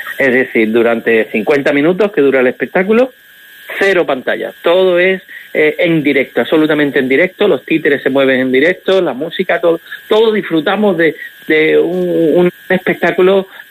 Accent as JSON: {"language": "Spanish", "town": "Málaga", "region": "Andalusia", "country": "Spain", "tie": "born there", "said": "yo ya cuando se vinieron a Málaga al final de los 60, yo ya nací aquí en Málaga, la Costa del Sol."}